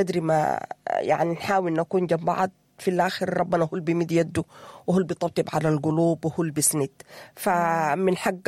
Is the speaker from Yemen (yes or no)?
no; Sudan; moved away; إحنا كسودانيين